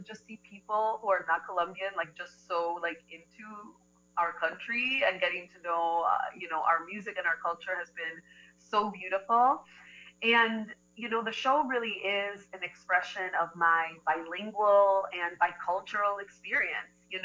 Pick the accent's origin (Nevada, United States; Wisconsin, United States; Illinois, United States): Illinois, United States; Chicago; So I was born and raised in Chicago. My parents came here in 65.